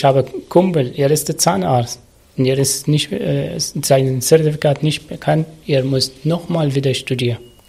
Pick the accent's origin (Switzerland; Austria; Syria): Syria; moved away as an adult; now in Germany; habe auch in meiner Heimat gelernt als Zahntechniker gearbeitet, aber hatte keine Bedeutung hier in Deutschland und ich müsste leider nochmal wiederholen. Wie sie hat er jetzt erzählt von der Tochter, die Familie aus Syrien, genau gleiche.